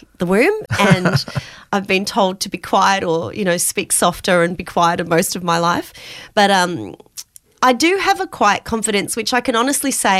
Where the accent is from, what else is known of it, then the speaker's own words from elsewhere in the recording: Romsey, Victoria, Australia; And I grew up in Romsey, which is about an hour out of Melbourne in rural. It was beautiful.